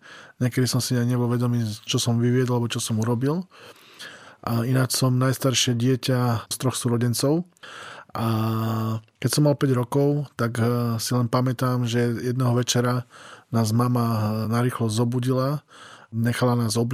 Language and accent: Slovak; Humenné, Prešov Region, Slovakia; Takže ako som povedal, som z Humeného, kde som sa narodil, kde som vyrastal. Bolo to ešte v čase bývalého Československa, počas obdobia komunizmu.